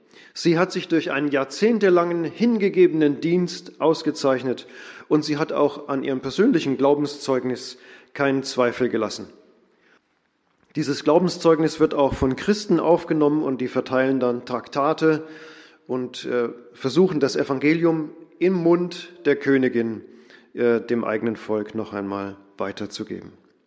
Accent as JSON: {"language": "German", "country": "Germany", "said": "Man spürt als Deutscher, wenn man dort ist, was wir nicht haben."}